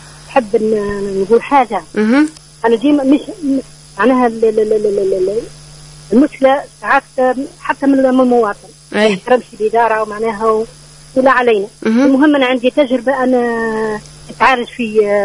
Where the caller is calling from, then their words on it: Tunisia; من بن خفيف